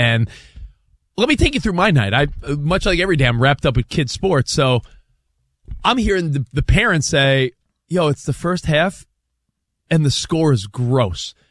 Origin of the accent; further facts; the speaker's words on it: New York, United States; Listen, I thought the Knicks collapse had begun, and I'm a New Yorker.